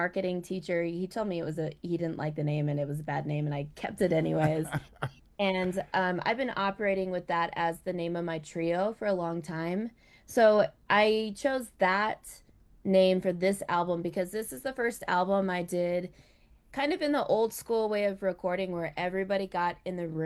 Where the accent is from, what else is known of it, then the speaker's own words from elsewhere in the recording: Alaska, United States; now in Denver, United States; I'm based here in Denver. I'm originally from Alaska, and my roots are in the Tsimshian and Tsuut'kpak tribes.